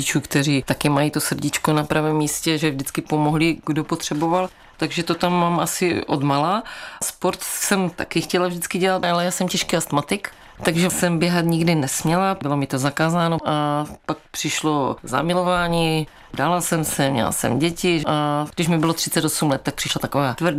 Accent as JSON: {"language": "Czech", "town": "Ostrava", "region": "Moravian-Silesian Region", "country": "Czechia", "tie": "born there", "said": "Narodila jsem se v Ostravě."}